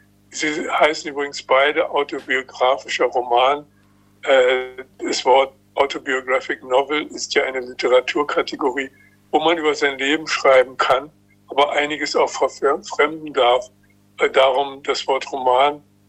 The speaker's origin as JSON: {"language": "German", "region": "Berlin", "country": "Germany", "tie": "born or raised there", "said": "Ich bin ja in West-Berlin geboren, nicht weit von der Mauer, in sogenannten sozialen Wohnungsbau, einer Neubausiedlung, gegenüber einer Flüchtlingssiedlung"}